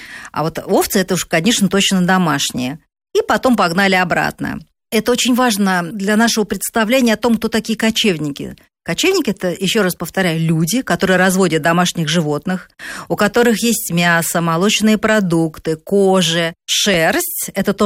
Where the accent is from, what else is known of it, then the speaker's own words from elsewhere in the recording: Moscow, Russia; я москвичка, родилась в Москве